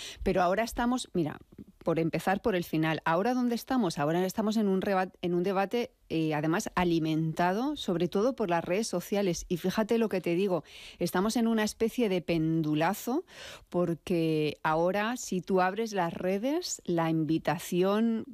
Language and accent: Spanish; Fuente-Álamo, Castilla-La Mancha, Spain; moved away; Mis padres tenían la carnicería en Fuente Álamo, que es un pueblo de Albacete, que es mi pueblo, es donde yo nací, de donde yo vengo